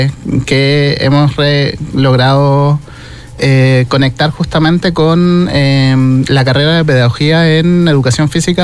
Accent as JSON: {"language": "Spanish", "town": "Quilimarí", "region": "Coquimbo", "country": "Chile", "said": "Personalmente yo soy de Quilimarí"}